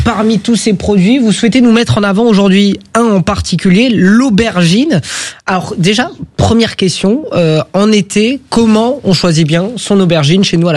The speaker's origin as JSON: {"language": "French", "town": "Metz", "region": "Grand Est", "country": "France", "said": "Oui, je suis de Metz, donc je connais très bien la région."}